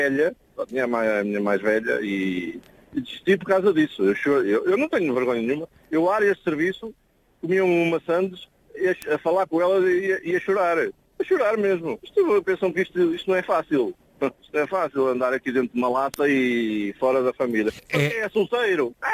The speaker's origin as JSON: {"language": "Portuguese", "town": "Rabaçal", "country": "Portugal", "tie": "born or raised there", "moved": "as an adult", "lives_now": "Spain", "said": "Para a minha terra, para o Rabassal, aquele grande abraço"}